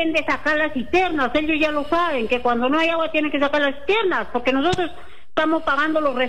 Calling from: Cajamarca, Peru; Yo le llamo del barrio San Martín, pero está todo Cajamarca, ¿no?

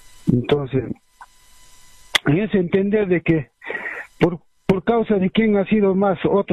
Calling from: Puno, Peru

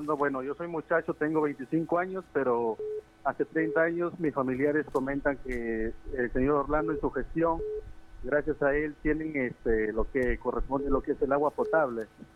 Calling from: Lambayeque, Peru; directamente acá de Caserío San Antonio.

